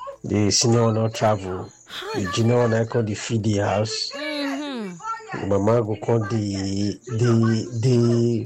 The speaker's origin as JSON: {"language": "English", "region": "Edo", "country": "Nigeria", "tie": "born or raised there", "said": "Because I'm born and brought up in Edo State, so I know a little tradition about the Binis."}